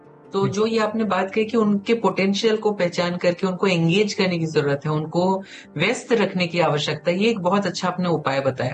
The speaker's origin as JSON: {"language": "Hindi", "region": "Chhattisgarh", "country": "India", "said": "क्योंकि मैं खुद भी छत्तीसगढ़ से हूँ तो मुझे इस चीज का पता है क्योंकि हमारी भाषा या हमारे पहनावे या बोलचाल में एक सादगी है"}